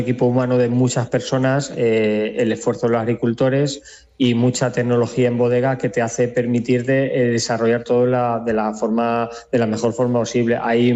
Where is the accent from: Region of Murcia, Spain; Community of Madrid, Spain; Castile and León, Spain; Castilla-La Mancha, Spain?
Castilla-La Mancha, Spain; Tobarra; now in Tomelloso, Spain; Yo soy de Albacete, soy de Tobarra, pero estoy viviendo ahora en Tomelloso